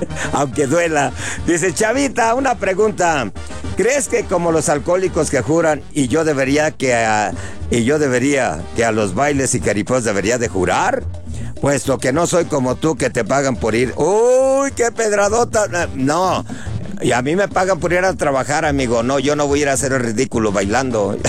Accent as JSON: {"language": "Spanish", "region": "Jalisco", "country": "Mexico", "tie": "born or raised there", "said": "El otro día andabas en Tepatitlán, Jalisco, ahí cerca de mi pueblo, a media hora de mi pueblo."}